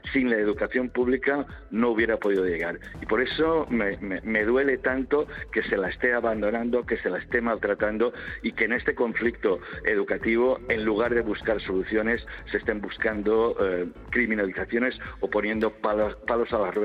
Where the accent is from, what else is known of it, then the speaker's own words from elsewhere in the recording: Valencian Community, Spain; por aquí somos valencianos y lo hacemos todo con música